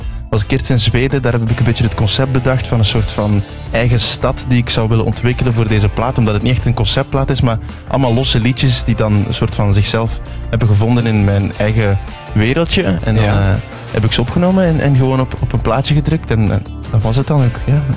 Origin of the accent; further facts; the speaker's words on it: Zelzate, Flanders, Belgium; born there; mijn geboortedorp is Zelzaten. Dus eigenlijk de vertaling is Salt City. Dat is aan de haven aan de grens met Nederland.